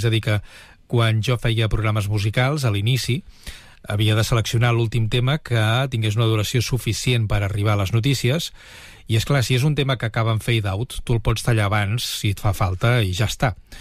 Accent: Catalonia, Spain; accent: Catalan; tant tu com jo, que som catalanoparlants, però que també parlem més o menys correctament el castellà, si parlem en castellà se'ns nota el nostre accent català

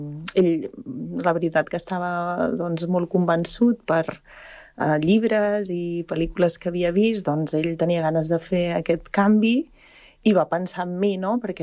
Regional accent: La Granada, Catalonia, Spain; born there; visc a 5 cases de la cooperativa del meu poble, que és la Granada

